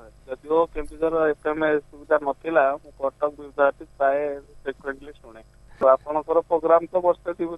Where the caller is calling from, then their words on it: Angul, Odisha, India; ଅନୁଗୁଳରୁ କହୁଥିଲି ସାର୍।